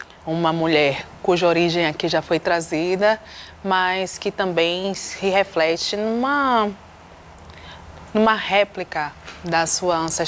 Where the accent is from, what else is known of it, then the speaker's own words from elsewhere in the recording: Salvador, Bahia, Brazil; accent: Bahian; now in São Paulo, Brazil; como vocês podem perceber com o meu sotaque, baiana, soteropolitana, com muito orgulho.